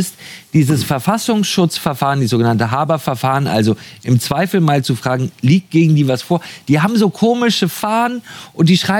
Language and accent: German; Hamburg, Germany; Möglicherweise, als Hamburger bin ich natürlich geprägt vom G20-Gipfel.